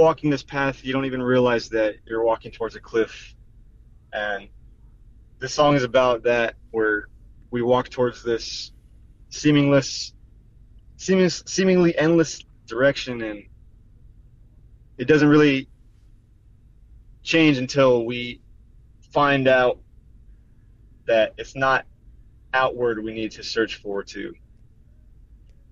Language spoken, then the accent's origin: English; Arizona, United States; We come from Gila River and Thonaut Nation, and our story began where we come from.